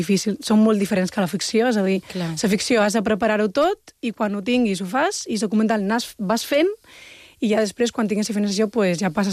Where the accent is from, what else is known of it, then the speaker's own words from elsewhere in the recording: Balearic Islands, Spain; born there; que som aquestes persones que som fills de guiris nascut a les illes, no?